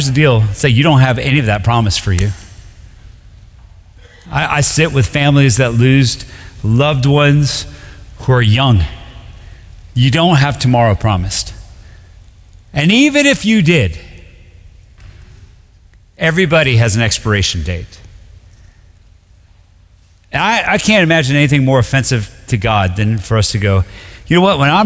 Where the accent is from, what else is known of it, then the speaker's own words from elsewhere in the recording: United States; I know as an American